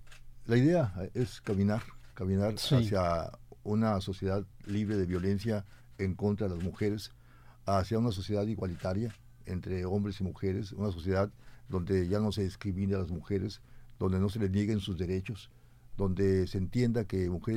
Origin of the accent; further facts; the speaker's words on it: Sonora, Mexico; con identidad como mexicanos, como mexicanas